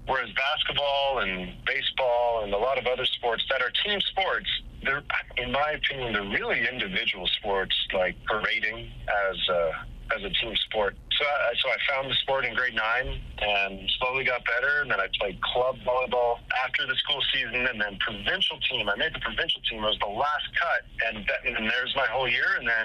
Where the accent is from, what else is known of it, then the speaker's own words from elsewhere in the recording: Red Deer, Alberta, Canada; growing up in Red Deer